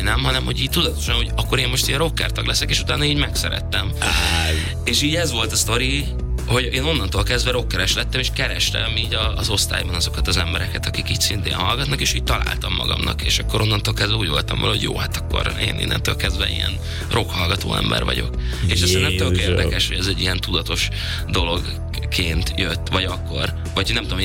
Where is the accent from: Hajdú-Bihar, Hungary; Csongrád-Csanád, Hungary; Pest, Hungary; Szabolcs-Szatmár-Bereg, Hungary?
Pest, Hungary; Gödöllő; még a Döllőn laktunk, vagy hát én is így tulajdonképpen ott nőttem fel